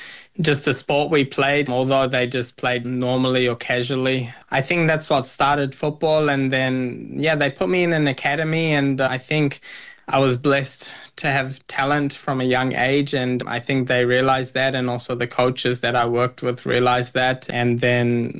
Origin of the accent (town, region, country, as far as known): New Zealand; born there